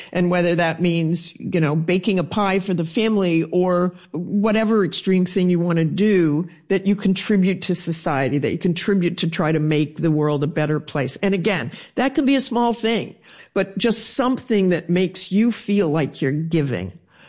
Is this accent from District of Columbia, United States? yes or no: no; Salt Lake City, Utah, United States; born or raised there